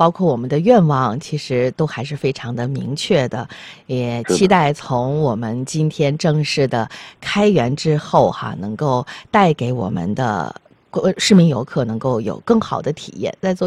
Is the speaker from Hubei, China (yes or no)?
no; Tianjin, China; 帮助我们天津人留住这座城的记忆哈